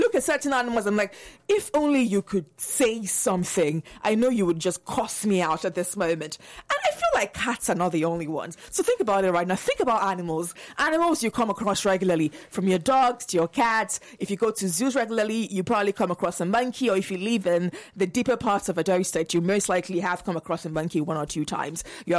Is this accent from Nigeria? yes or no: yes; southern Nigeria, Nigeria; because I came from South Nigeria.